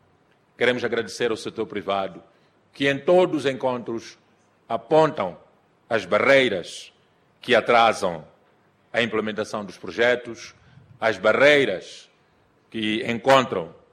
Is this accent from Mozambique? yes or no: yes; Mozambique